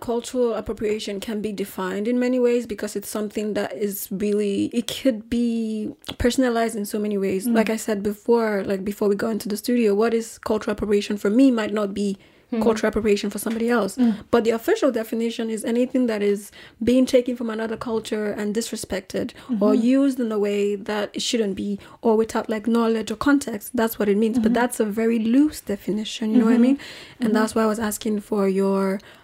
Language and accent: English; South, Nigeria; okay, so I'm from Nigeria, and I grew up in the south of Nigeria, like the literal bottom of it, the south, literally.